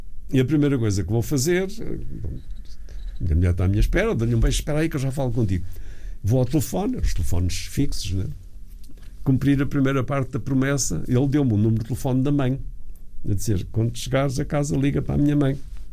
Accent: Vila do Conde, Norte, Portugal; nós, como eu disse, somos de Vila de Conde.

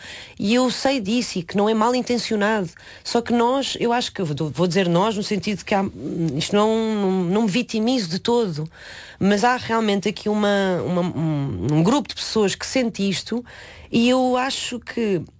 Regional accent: Cascais, Lisbon, Portugal; also born or lived in Leiria; Não, por acaso acho que nunca tive o hábito de dizer que sou de Leiria, porque nasci lá e com meses de idade mudei-me para Cascais. Mudei-me não, os meus pais mudaram-se e levaram-me atrás.

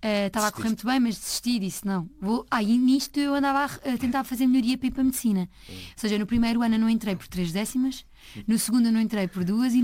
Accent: Azeitão, Setúbal, Portugal; Eu acho que se os croatas fossem à minha terra iam ficar encantados com as tortas de azeitão, com o queijo de azeitão

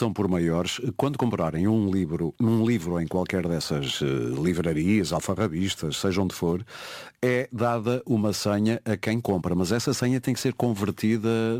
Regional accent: Porto, Norte, Portugal; eu também sou do Porto

